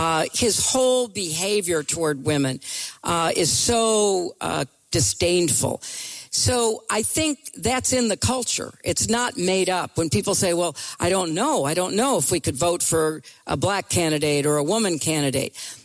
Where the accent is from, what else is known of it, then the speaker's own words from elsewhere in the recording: New York, United States; But I'm not a Mainer. I'm a New Yorker.